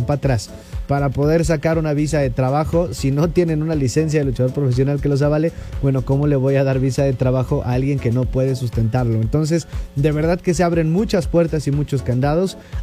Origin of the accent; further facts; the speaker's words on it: Hidalgo, Mexico; somos luchadores hidalguenses